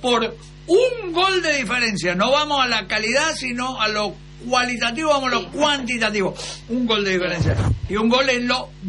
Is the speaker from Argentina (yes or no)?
yes; Argentina; No, pero somos argentinos.